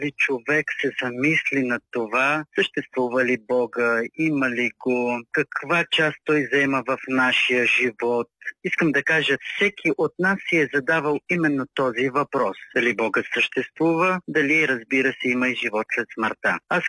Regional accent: Banya, Blagoevgrad Province, Bulgaria; моето родно село винаги има какво да разказвам, защото все пак аз съм отраснал там.

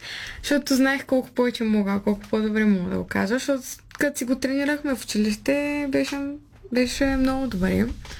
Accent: Burgas, Burgas Province, Bulgaria; аз съм от Бургас

